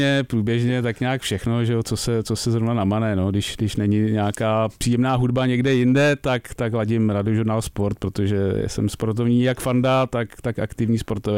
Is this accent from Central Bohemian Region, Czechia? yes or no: yes; Beroun, Central Bohemian Region, Czechia; Ano, jsem z Berouna.